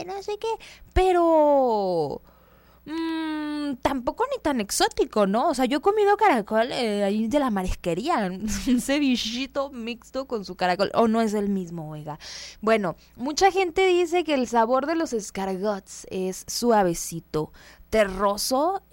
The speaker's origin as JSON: {"language": "Spanish", "country": "Mexico", "said": "nosotros como mexicanos"}